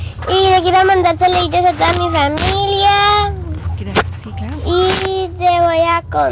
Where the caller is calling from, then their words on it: Mexicali, Baja California, Mexico; de Mexicali.